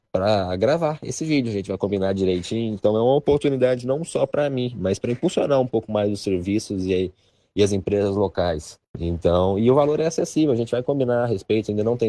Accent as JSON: {"language": "Portuguese", "town": "Pitangui", "region": "Minas Gerais", "country": "Brazil", "tie": "born or raised there", "said": "Pitangui é um roteiro imprescindível de estar presente. Então, a minha tese é sempre essa, sempre impulsionar o lugar de onde eu vim, de onde eu cresci."}